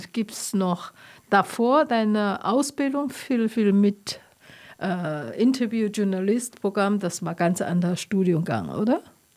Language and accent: German; Taiwan; German is a second language; now in Germany; Taiwanerin, aber ich bin auch Chinesin.